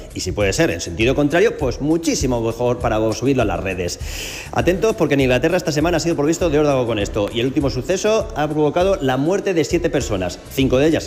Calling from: Alcázar de San Juan, Castilla-La Mancha, Spain; de San Juan

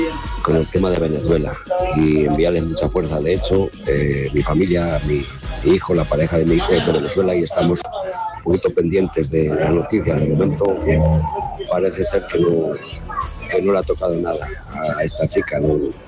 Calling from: Tarancón, Castilla-La Mancha, Spain; motero de Tarancón.

